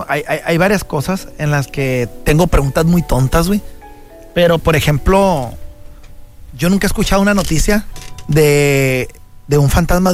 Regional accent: Mexico

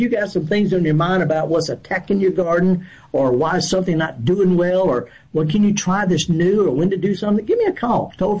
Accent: Indianola, Mississippi, United States; near my hometown of Indianola, up in the middle of the Delta.

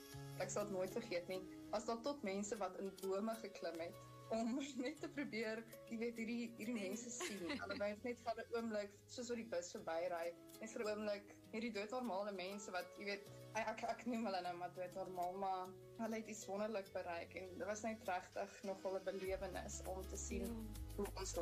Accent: Johannesburg, Gauteng, South Africa; moved away as an adult; now in Wellington, New Zealand; So ja, ek het my hele lewe lank in die Wesrand groot geword en gebly en selfs toe ek uit die huis uitgetrek het ook in die Wesrand gebly. En ja, ek smal oor Johannesburg en baie lief vir waar ek vandaan kom.

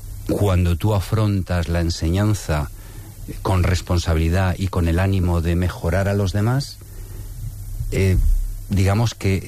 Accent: Gijón, Asturias, Spain; also born or lived in Brussels, Belgium; Sí, yo me defino como asturiano de Gijón, ¿vale? Si tengo que recurrir a mi procedencia, pero yo realmente nací en Bruselas.

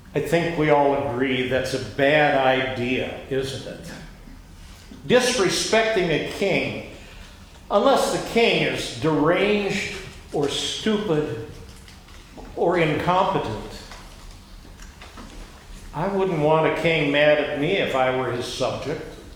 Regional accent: Waverly, Iowa, United States; now in Minnesota, United States; When I grew up in Waverly, we never talked about Iowa nice.

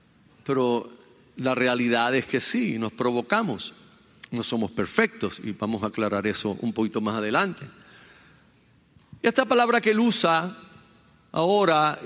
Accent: Carolina, Puerto Rico; como dirían en mi pueblo, Carolina

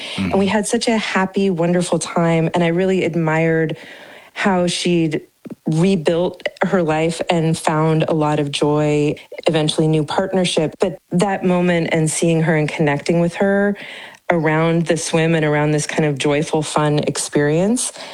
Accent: California, United States; Well, I'm from Northern California. I've always loved the water and our wild spaces here, our rivers. I grew up in a town with a lot of swimming holes

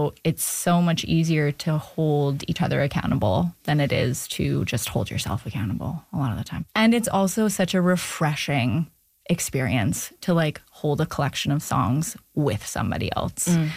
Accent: Vancouver, British Columbia, Canada; we're both from Vancouver and the community is pretty small

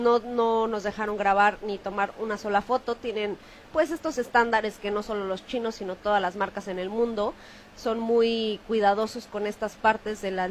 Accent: Mexico

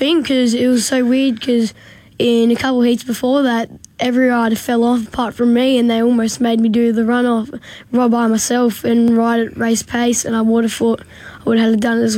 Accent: Adelaide, South Australia, Australia; born there; also born or lived in Mildura; I was born in Adelaide, but it's still been probably rode more in Mildura than Adelaide.

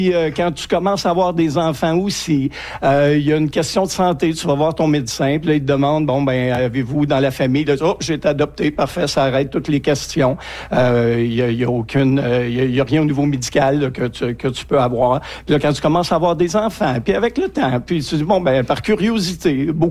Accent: Quebec, Canada; also born or lived in Saint-Jérôme; now in Abitibi-Témiscamingue, Canada; J'ai été adopté dans la région à Saint-Jérôme. Je suis originaire des Laurentides. Alors, j'ai été adopté une deuxième fois quand je suis déménagé en Abitibi-Témiscamingue.

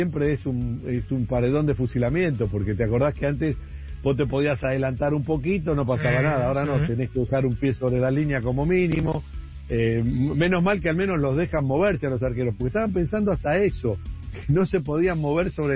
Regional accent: Argentina; yo como argentino

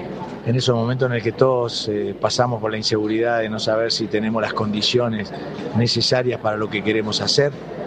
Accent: Paraná, Entre Ríos, Argentina; en Paraná, en Entre Ríos, donde yo nací.

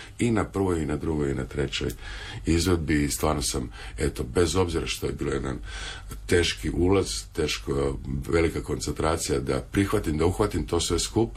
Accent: Osijek, Osijek-Baranja County, Croatia; now in Dubrovnik, Croatia; Ja se sjećam kad sam, ja sam rodom iz Osijeka, pa kad sam kao mlađi se vraćao kao student u Osijek

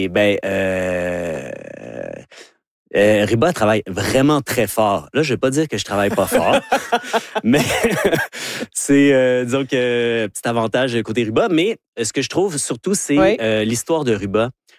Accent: Quebec City, Quebec, Canada; born there; je suis né à Vanier, en face du marché du store. Mais, donc, je suis un deuxième génération.

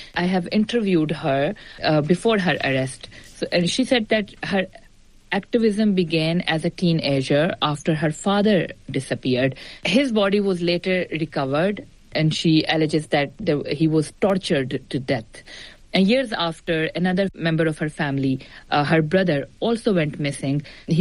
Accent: Pakistan; I am a Pakistani national, but I work with the BBC

